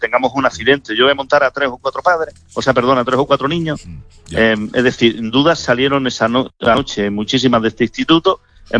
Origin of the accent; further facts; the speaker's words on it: Torres de Albanchez, Andalusia, Spain; Mi pueblo es Torres de Arbanchés